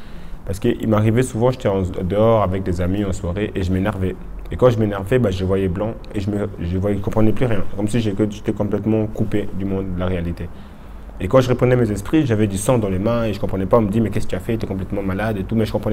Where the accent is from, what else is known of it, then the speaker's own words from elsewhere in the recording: Geneva, Switzerland; also born or lived in Congo; je suis de Genève. Voici mon témoignage. J'ai grandi au Congo avec ma mère. Après le décès de ma mère, je suis venu rejoindre mon père ici à mes 11 ans.